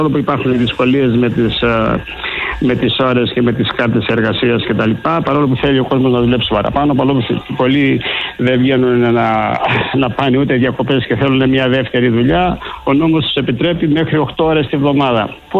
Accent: Greece; εμείς σαν Έλληνες έχουμε μάθει να παραπονιόμαστε

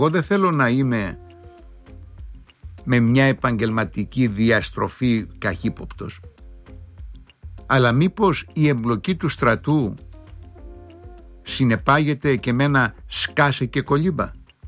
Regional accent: Crete, Greece; κοντοχωριανή μας ένα Ανδρουλάκη, 4-5 χιλιόμετρα το χωριό του από το χωριό μου

